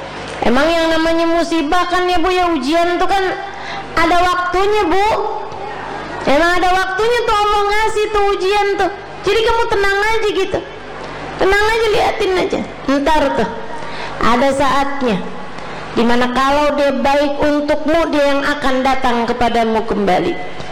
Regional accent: Indramayu, West Java, Indonesia; moved away; Indramayu, kampung kami

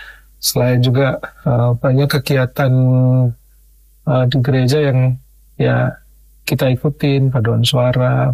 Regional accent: Madiun, East Java, Indonesia; also born or lived in Malang / Surabaya / Gresik; Kemudian kalau bapak saya dari Jawa asli. Kemudian saya lahir di kota Madiun di Jawa Timur dan kecil dan besar di kota Madiun. Ya, kami dibesarkan sebagai keluarga Nasrani.

